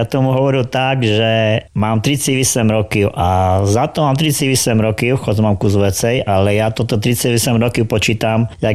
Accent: Medzilaborce, Prešov Region, Slovakia; Pochádzam z Labirce, čiže z ML, z mesta Lask. Sa tam aj narodil, aj moji rodičia sa tam narodili

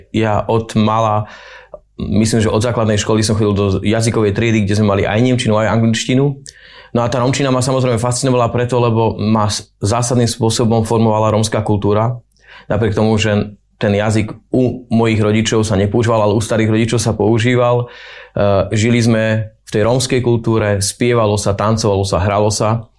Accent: Martin, Žilina Region, Slovakia; Pochádzam z malebného mesta Martin, z Turčianskeho regiónu a pochádzam z hudobníckej rodiny

